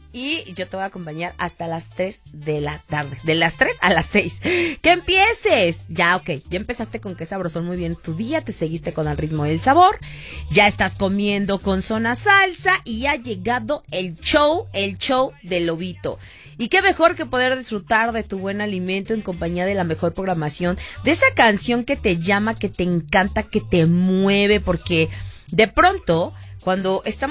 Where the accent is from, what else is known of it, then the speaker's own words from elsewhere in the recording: Mexico; te estás enchilando y como buen mexicano no importa que te enchilas y babeas, quieres más salsa, quieres más chile, porque así somos los mexicanos